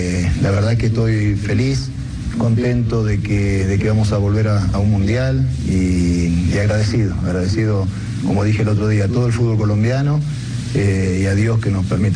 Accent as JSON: {"language": "Spanish", "country": "Argentina", "also_born_or_lived": "Italy / England", "moved": "as an adult", "said": "Yo me fui a los 22 años de Argentina a Italia, Inglaterra, y nunca sos ciudadano del país donde estás, sino que tenés tus raíces"}